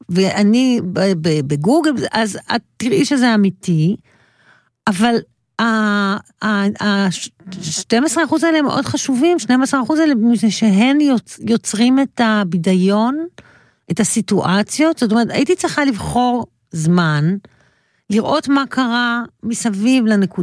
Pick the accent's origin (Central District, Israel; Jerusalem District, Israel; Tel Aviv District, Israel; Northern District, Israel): Northern District, Israel; Ayelet HaShahar; איילת השחר, קיבוץ, אנחנו שתינו בנות קיבוץ איילת השחר